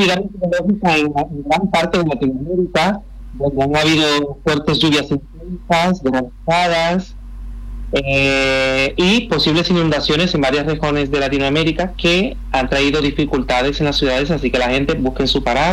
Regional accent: Dominican Republic; A mí, como dominicano

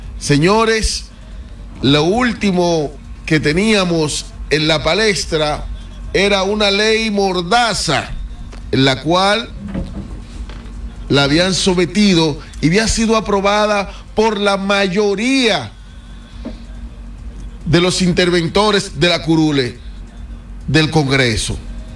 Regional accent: Dominican Republic; now in Spain

